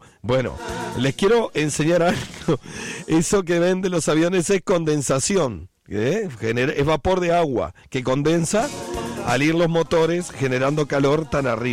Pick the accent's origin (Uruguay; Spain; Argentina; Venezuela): Uruguay; Trinidad, Flores; moved away; Yo que nací en Trinidad